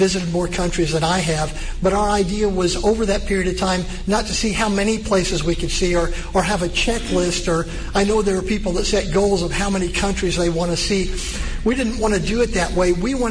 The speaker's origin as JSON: {"language": "English", "town": "Huntingburg", "region": "Indiana", "country": "United States", "tie": "born or raised there", "said": "Well, when I was a kid growing up in Huntingburg, in our grade school"}